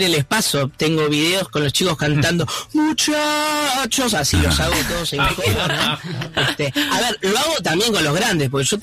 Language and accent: Spanish; Argentina; se emocionan saber que su profesor es como es de la misma familia, vamos a decir, que Messi, porque somos todos de Argentina.